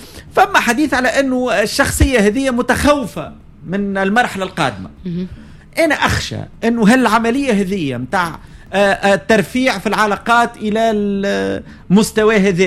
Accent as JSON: {"language": "Arabic", "country": "Tunisia", "said": "أنا كتونسي"}